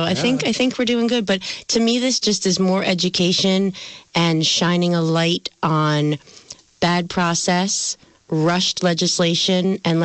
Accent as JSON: {"language": "English", "town": "Valley Forge", "region": "Pennsylvania", "country": "United States", "said": "Ooh, I'm Philly. I gotta say, guys, I'm from Valley Forge, so."}